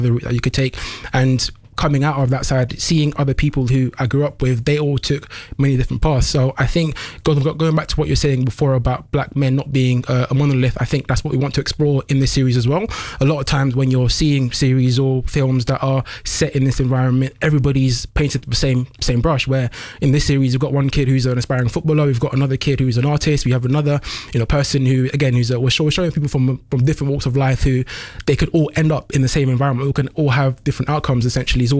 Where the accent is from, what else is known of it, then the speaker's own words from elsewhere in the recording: London, United Kingdom; when I was growing up in London